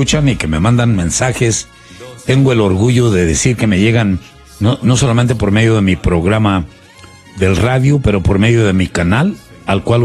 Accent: Medellín, Antioquia, Colombia; now in United States; mi pueblo, la ciudad de Medellín, son entre las 10 mejores ciudades para vivir

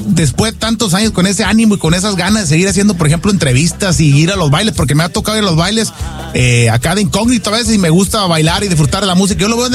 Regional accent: Guasave, Sinaloa, Mexico; somos paisanos de Guasave, Sinaloa.

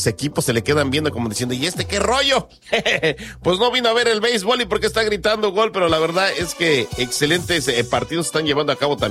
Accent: Mexico; como mexicanos nos pintamos solos para el relajo y la fiesta

